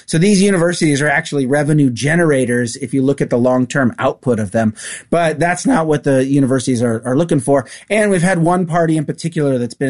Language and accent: English; California, United States; so I grew up in California. My parents are the product of California state universities.